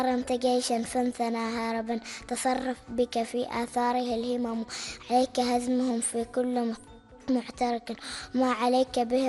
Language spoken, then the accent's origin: Arabic; Oman; لأنهم من بلدي عمان الحبيبة، وكنت يعني واجد أحبهم لما قرأت عنهم في المجلة